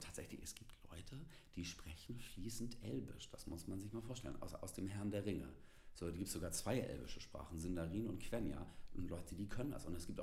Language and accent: German; Northern Germany, Germany; als Norddeutscher